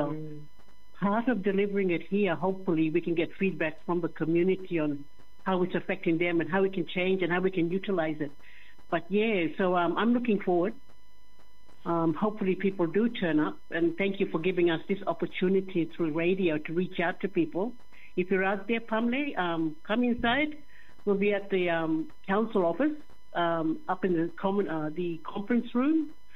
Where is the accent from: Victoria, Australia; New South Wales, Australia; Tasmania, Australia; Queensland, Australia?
Queensland, Australia; Darnley Island; but very blessed to be out here at Darnley. Very beautiful Darnley, home to me.